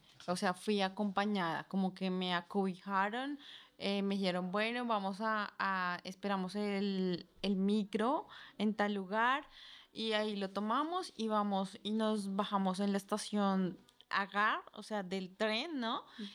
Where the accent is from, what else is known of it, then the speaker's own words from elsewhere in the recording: Colombia; now in France; Soy de Colombia.